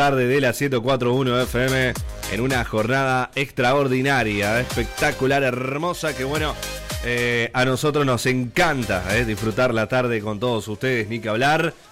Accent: Uruguay

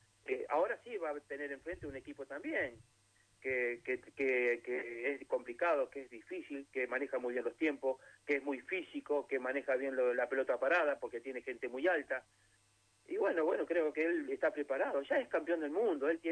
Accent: Argentina

